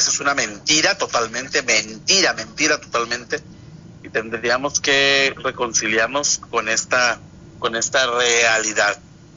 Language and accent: Spanish; Mexico